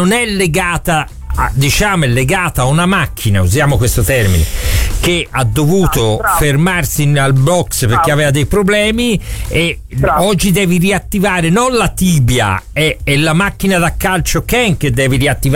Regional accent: Florence, Tuscany, Italy; no, siamo fiorentini

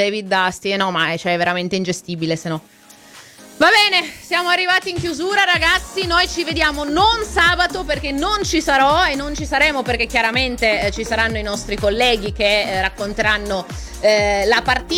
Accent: Zurich, Switzerland; born there; sono nato a Zurigo, la mia terra nativa

